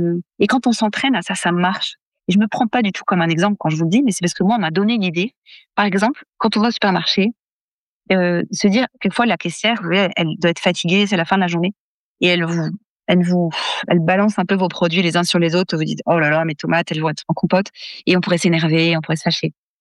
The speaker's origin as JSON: {"language": "French", "country": "France"}